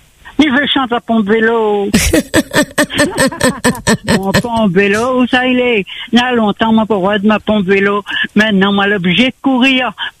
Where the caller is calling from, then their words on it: Réunion; j'appelle la plaine des Casses